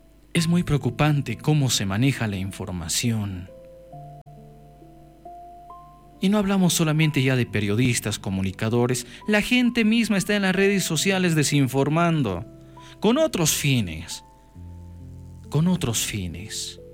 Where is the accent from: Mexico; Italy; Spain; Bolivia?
Bolivia; Nosotros, como bolivianos, bolivianas.